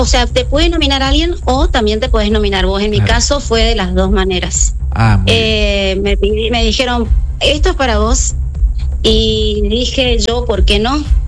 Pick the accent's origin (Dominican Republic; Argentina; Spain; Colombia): Argentina; Goya, Corrientes; moved away as an adult; now in Corrientes, Argentina; yo no soy correntina, soy goyana.